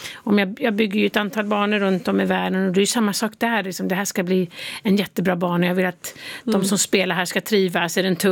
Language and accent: Swedish; Sweden; now in United States; Ja, jag är fortfarande svensk medborgare.